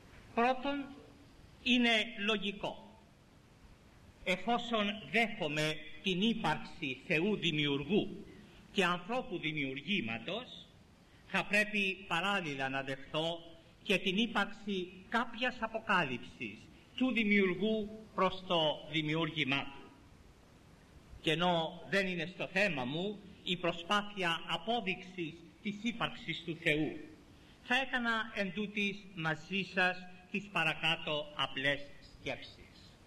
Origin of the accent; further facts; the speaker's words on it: Corfu, Ionian Islands, Greece; στο νησί μου την Κέρκυρα